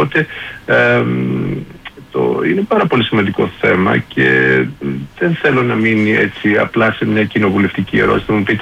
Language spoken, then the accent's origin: Greek; Greece; και εγώ το έκανα ως άνθρωπος, ως Έλληνας